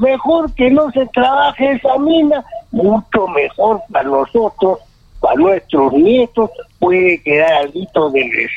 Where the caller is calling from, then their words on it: Arequipa, Peru; ¿Qué nos han dado a los arequipeños?